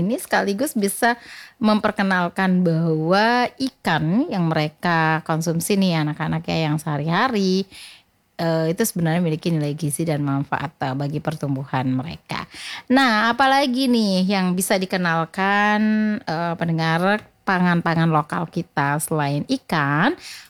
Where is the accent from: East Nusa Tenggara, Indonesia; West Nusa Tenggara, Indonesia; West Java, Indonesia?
West Nusa Tenggara, Indonesia; saya orang Sasak juga